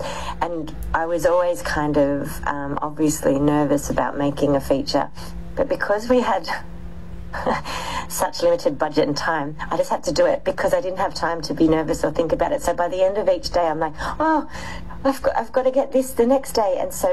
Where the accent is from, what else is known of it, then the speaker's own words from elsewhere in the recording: Australia; being an Australian woman and working in the film industry